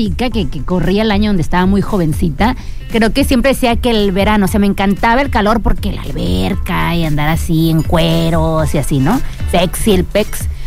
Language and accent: Spanish; Mexico